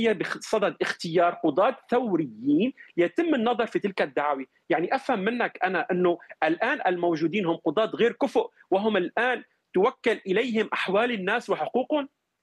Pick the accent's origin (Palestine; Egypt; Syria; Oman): Syria; أنا كسوري